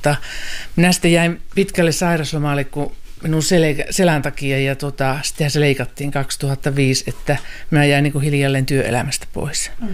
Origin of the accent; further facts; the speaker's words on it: Sotkamo, Kainuu, Finland; also born or lived in Kajaani; Ja minun juuret alkoi syvästi Sotkamossa ja Sotkamon jymyissä, mutta aikuiselämä asunut Kajaanissa.